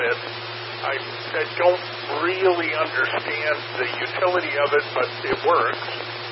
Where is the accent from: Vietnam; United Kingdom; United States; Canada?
United States; Michigan; moved away as an adult; now in Texas, United States; I grew up in Michigan, but just barely in Michigan, just across the Indiana line, and went to high school in northern Michigan, but I've lived here for almost 50 years in Texas.